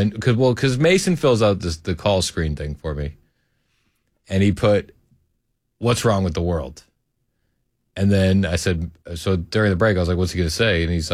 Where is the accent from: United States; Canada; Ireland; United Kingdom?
Canada; moved away; I'm a Canadian DJ